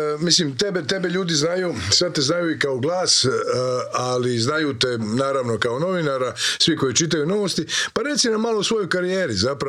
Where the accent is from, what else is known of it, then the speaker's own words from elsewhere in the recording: Krapina-Zagorje County, Croatia; Zagrebčanka, da, tako ja sam iz Zagorje.